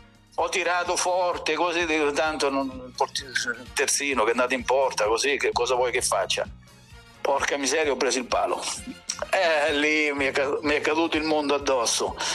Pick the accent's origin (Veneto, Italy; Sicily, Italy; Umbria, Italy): Umbria, Italy; Foligno; sono stato 2 anni a giocare dalle mie parti qui a Foligno in C2, però io avevo 33 anni